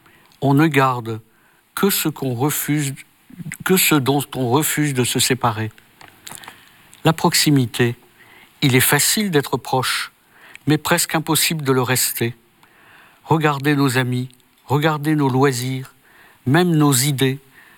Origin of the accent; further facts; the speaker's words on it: Tourcoing, Hauts-de-France, France; Dans le Nord, oui. Je suis né dans le Nord, je suis né à Tourcoing, dans un milieu modeste.